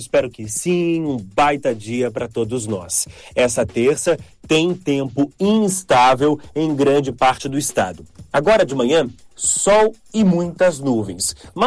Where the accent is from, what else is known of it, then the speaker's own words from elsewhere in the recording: Itajaí, Santa Catarina, Brazil; a região da minha terrinha, Itajaí